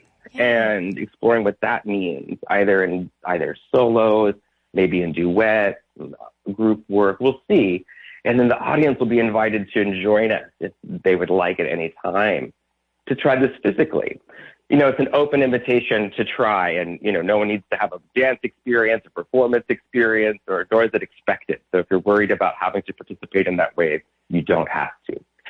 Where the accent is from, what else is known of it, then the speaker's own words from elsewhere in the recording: Arkansas, United States; Growing up in Central Arkansas, of course, going back and forth to visit friends.